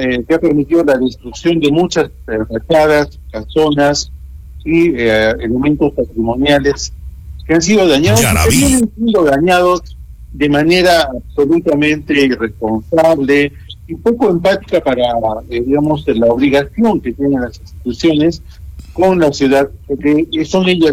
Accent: Arequipa, Peru; nuestra ciudad de Arequipa

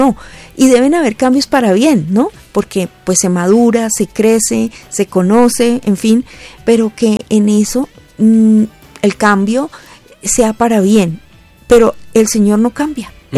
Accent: Colombia; Como colombianos, yo creo, somos más las personas buenas que las malas.

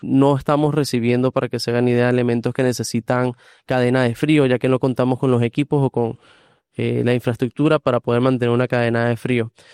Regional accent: Valencia, Carabobo, Venezuela; moved away as an adult; now in Cali, Colombia; Soy de Valencia, Venezuela. Llegué hace 9 años a Cali con una visión.

